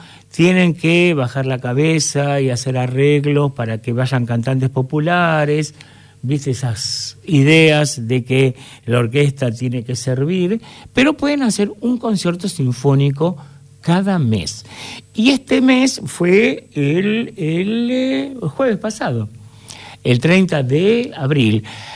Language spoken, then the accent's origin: Spanish; Avellaneda, Buenos Aires Province, Argentina; born there; yo nací en Avellaneda